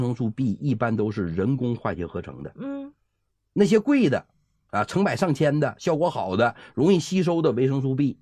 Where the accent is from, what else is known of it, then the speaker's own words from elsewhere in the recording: China; 就是我为啥说小米是最好的养我们中国人脾胃的佳品呢？